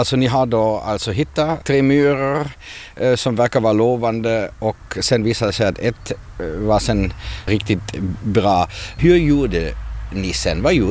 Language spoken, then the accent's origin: Swedish; Vörå, Ostrobothnia, Finland; min hemkommun i Vörå